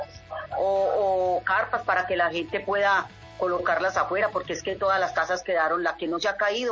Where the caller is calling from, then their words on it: Ansermanuevo, Valle del Cauca, Colombia; Los llamo de acá, de la vereda El Roble de Anserma Nuevo.